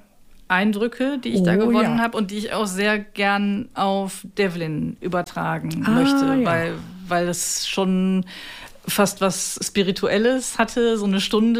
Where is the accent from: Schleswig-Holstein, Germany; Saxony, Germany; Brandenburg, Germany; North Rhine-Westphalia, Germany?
North Rhine-Westphalia, Germany; Herten; now in Bremen, Germany; Aber am 7. November zum Beispiel bin ich in Herten-Westerhold in meiner Heimat Markt der schönen Dinge.